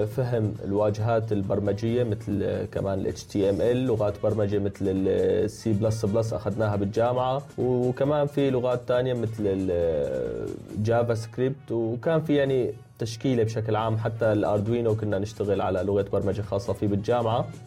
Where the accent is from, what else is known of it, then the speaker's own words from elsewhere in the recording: Syria; now in Turkey; هلا انا ببدايه رحلتي من سوريا لتركيا بصراحه ما كنت انسان بعتبر نفسي مثقف